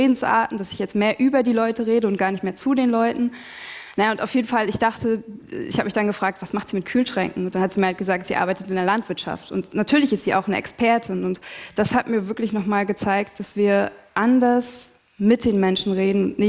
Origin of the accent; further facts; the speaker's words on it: East Germany, Germany; ich habe jetzt eine Meinung, ich bin Ostdeutsche und ich muss das ein bisschen mehr in den Vordergrund stellen und für ostdeutsche Interessen kämpfen.